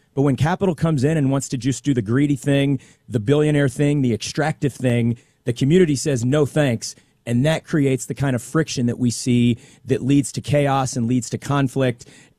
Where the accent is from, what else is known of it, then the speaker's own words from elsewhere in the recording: Kansas City, Kansas, United States; born and raised in the Dot, Wyandotte County, Kansas City, Kansas.